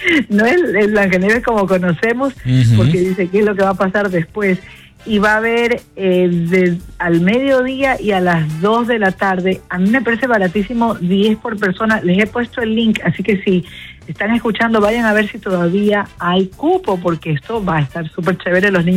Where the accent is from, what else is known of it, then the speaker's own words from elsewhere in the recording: Ecuador; los que hemos estado viviendo en mi país, por ejemplo el Ecuador